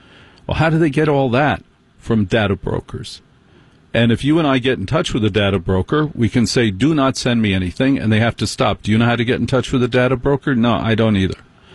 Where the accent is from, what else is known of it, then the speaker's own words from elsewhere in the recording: Maplewood, New Jersey, United States; I grew up in North Jersey.